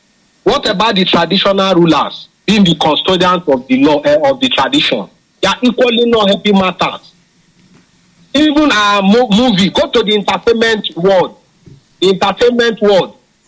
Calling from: Borno, Nigeria; I'm calling from Borno State.

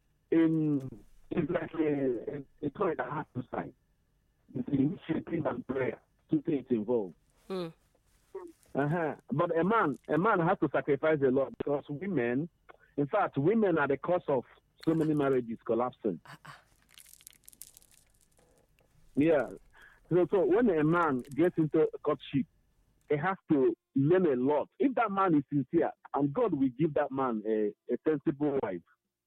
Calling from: Anambra, Nigeria; I'm calling from Anambra.

